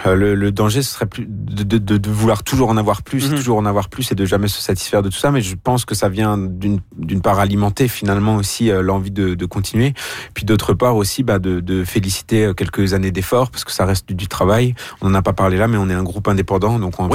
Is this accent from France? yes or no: yes; Grand Est, France; On a collaboré avec un orchestre symphonique chez nous en Alsace, parce qu'on est alsacien en fait, de l'est de la France.